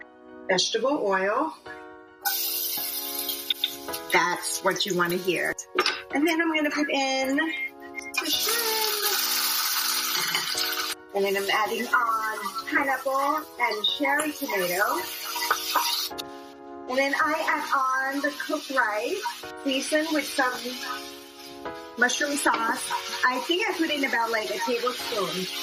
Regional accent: Chiang Mai, Thailand; Growing up in Chiang Mai, I experienced so many beautiful, wonderful things, especially the old school way of cultures.

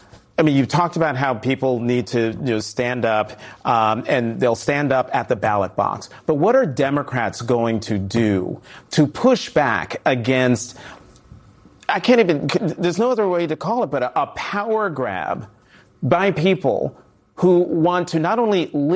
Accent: New Jersey, United States; Senator Cory Booker of my home state, New Jersey

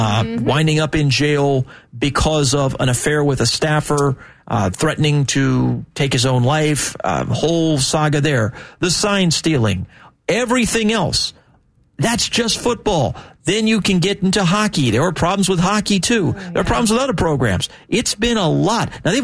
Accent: Tampa, Florida, United States; but I'm from Tampa. I know the level of attention USF football gets, which is very little.

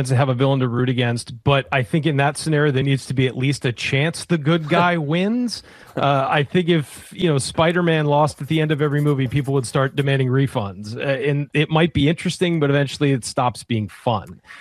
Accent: San Diego, California, United States; my hometown Padres

